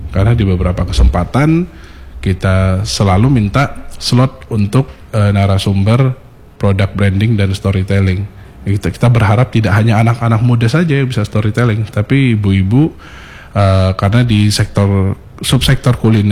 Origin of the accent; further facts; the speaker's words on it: Batam, Riau Islands, Indonesia; saya lahir besar di Batam